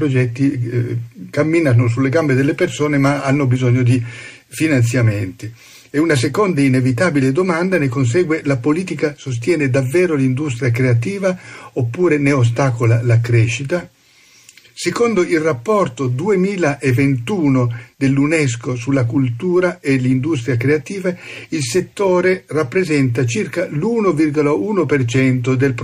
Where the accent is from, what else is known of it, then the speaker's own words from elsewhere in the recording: Turin, Piedmont, Italy; vengo da Torino